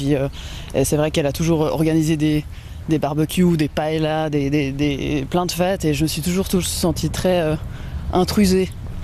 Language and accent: French; Bellevue, Geneva, Switzerland; J'ai grandi à Bellevue, avant il y avait un arrêt de bus ici qui a disparu.